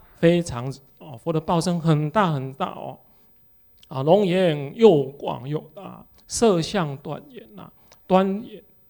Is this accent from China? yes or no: no; Taiwan; 我们台湾人